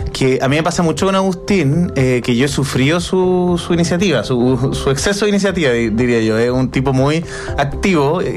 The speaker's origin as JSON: {"language": "Spanish", "town": "Concepción", "region": "Biobío", "country": "Chile", "said": "yo soy de Concepción"}